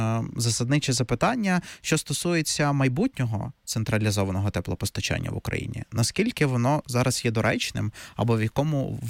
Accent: Mukachevo, Zakarpattia Oblast, Ukraine; moved away as an adult; now in Kyiv, Ukraine; Я з Мукачева родом. Я пам'ятаю, що ще в дитинстві, це був 2010 чи 2011 рік, місто перейшло повністю на індивідуальні системи теплоопалення.

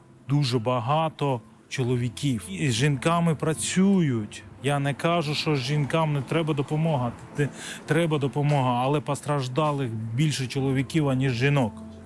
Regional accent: Yerevan, Armenia; moved away; Я народився в Вірменії, в місті Єреван. Жив там зі своїми батьками. У нас в родині 4 дітей.

